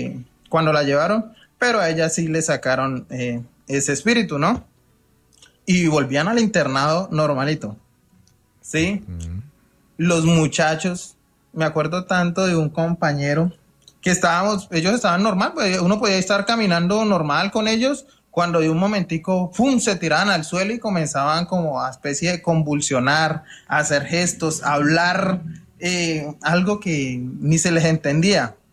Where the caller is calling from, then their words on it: Villavicencio, Meta, Colombia; Desde Villavicencio, Meta.